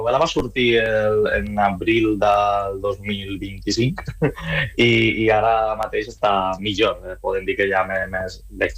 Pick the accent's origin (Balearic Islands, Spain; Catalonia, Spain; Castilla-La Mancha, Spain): Castilla-La Mancha, Spain; born there; moved away; el Mansa, jo volia fer aquesta mena d'homenatge al meu poble, a la meva ciutat